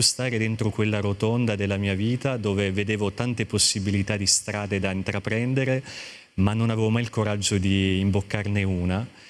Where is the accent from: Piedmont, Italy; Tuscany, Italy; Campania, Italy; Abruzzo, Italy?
Abruzzo, Italy; born there; io vengo dall'Abruzzo. L'Abruzzo ha tante possibilità, ma allo stesso tempo noi ci sentivamo un po' stretti lì